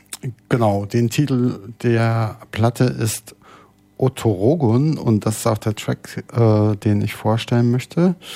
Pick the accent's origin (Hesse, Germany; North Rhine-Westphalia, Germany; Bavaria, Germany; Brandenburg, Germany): Bavaria, Germany; Regensburg; denn dieses Label kommt aus meiner Heimatstadt, wo ich ursprünglich herkomme.